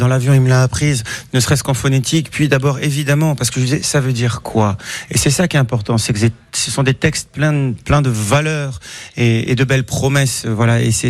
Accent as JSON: {"language": "French", "country": "Senegal", "tie": "born there", "also_born_or_lived": "Dakar", "said": "je suis d'origine libanaise, je suis né au Sénégal, où il y a une très grande communauté sénégalaise ici, et lorsque j'étais enfant"}